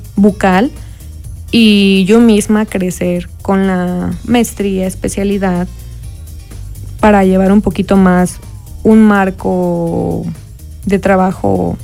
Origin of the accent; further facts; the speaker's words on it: Acatlán de Osorio, Puebla, Mexico; yo soy originaria de Acatlán de Osorio y hay veces que aquí de repente me sale una que otra consulta, ¿no?